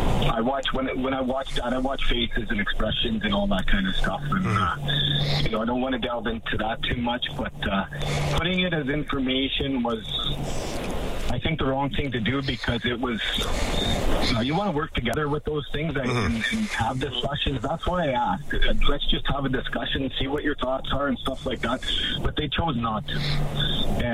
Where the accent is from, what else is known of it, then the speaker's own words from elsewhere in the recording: St. Paul, Alberta, Canada; So St. Paul is my hometown, Courtney. Mm-hmm. Growing up in St. Paul, my relatives, my uncles, my aunties, my grandparents, no great uncles and aunts and stuff like that, they always talked about St. Paul the Métis and how it was taken.